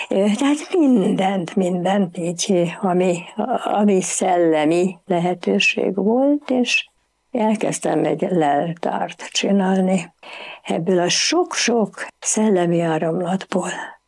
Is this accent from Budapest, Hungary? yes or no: yes; Budapest, Hungary; pszichiáter, 77 éves, Budapesten születtem, és mint egy holokauszt túlélő család, hogy így mondjam, második generációs tagja, Budapesten, a belvárosban, 7. kerületben laktam egy olyan házban, ami annak idején csillagos ház volt.